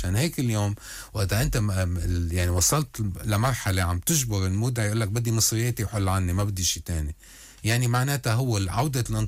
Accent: Lebanon

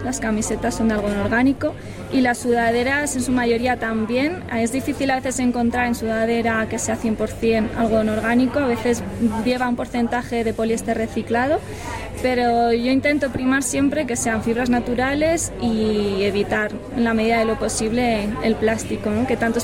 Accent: Molina de Aragón, Castilla-La Mancha, Spain; now in Sierra de Madrid, Spain; Pues yo soy de Molina de Aragón, un pueblo de Guadalajara, pero ahora vivo aquí en la Sierra de Madrid

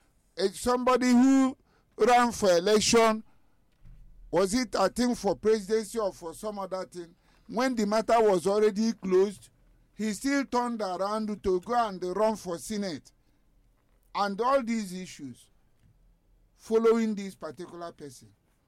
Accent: Nigeria; I am a Nigerian

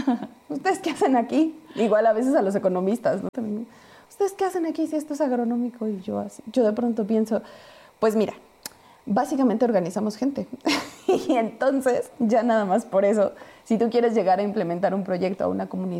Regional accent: Texcoco, State of Mexico, Mexico; Para mí, que soy texcocana, esa es la otra, yo soy de Texcoco

